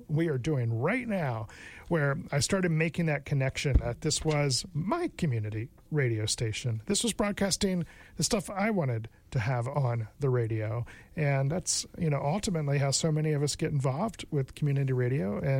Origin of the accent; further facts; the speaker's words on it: East Coast, United States; moved away as an adult; also born or lived in Albuquerque, New Mexico; now in Seattle, United States; I grew up on the East Coast